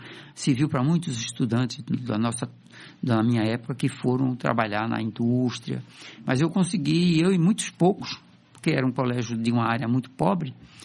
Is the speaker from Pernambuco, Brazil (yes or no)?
yes; Recife, Pernambuco, Brazil; eu sou daqui do Recife, certo? Na verdade, eu nasci em Recife, mas meus pais são do interior, de Jaboatão, tá? Minha mãe era de Jaboatão, meu pai era do Cabo, mas ele era uma pessoa de famílias simples